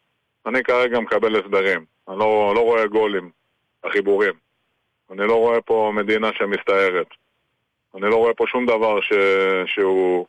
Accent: Galilee, Israel; אנחנו מהגליל. אנחנו חיים תחת שלטון זר.

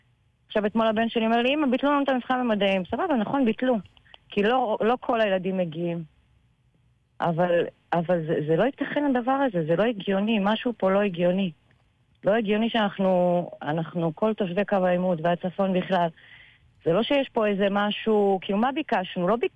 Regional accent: Karmiel, Northern District, Israel; now in Margaliot, Israel; אני מקרמיאל, כן.

